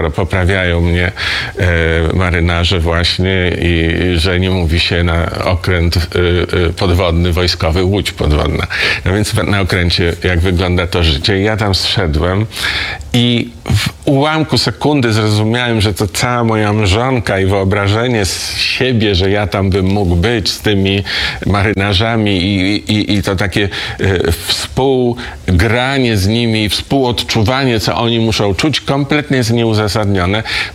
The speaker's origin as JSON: {"language": "Polish", "town": "Warsaw", "region": "Masovian Voivodeship", "country": "Poland", "said": "Jestem z Warszawy, tak z Warszawy i rodzina mamy, i rodzina ojca od kilku pokoleń stąd się wywodziła, więc nie mam żadnych związków z wybrzeżem, z morzem."}